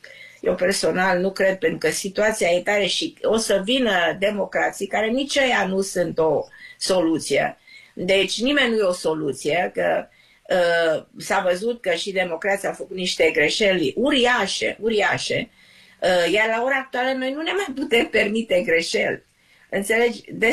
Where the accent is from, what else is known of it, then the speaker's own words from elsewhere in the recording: Romania; Eu privesc lucrurile ca cetățean american și ca român